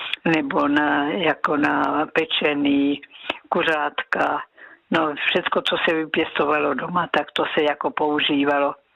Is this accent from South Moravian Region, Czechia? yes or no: yes; Násedlovice, South Moravian Region, Czechia; pocházím z Násedlovic a přes pole jsme chodili do Klobouk do Brna